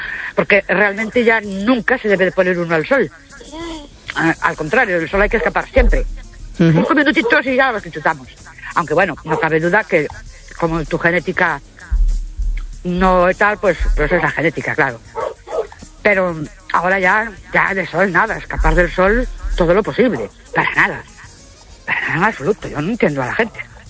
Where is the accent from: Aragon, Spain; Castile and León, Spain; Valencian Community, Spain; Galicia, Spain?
Galicia, Spain; Ourense; Buenas noches … de Orense.